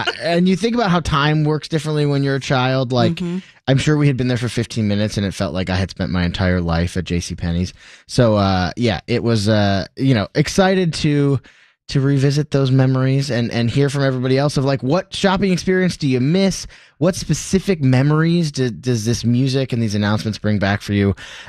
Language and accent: English; Detroit, Michigan, United States; Yeah, I feel like for me, growing up in, suburban Detroit